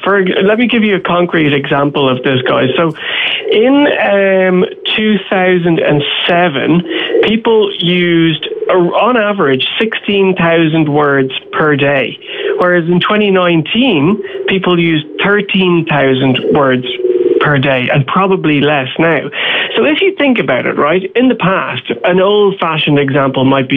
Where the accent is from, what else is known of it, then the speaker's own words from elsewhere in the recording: Munster, Ireland; I remember it so well growing up in County Tipperary as well in the 80s and early 90s.